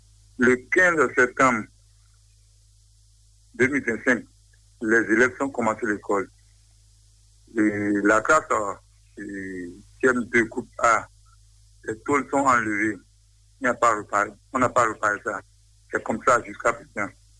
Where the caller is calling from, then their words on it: Adjarra, Ouémé, Benin; J'appelle de Porto-Novo. Commune d'Adjara, arrondissement de Marie, Katigéji.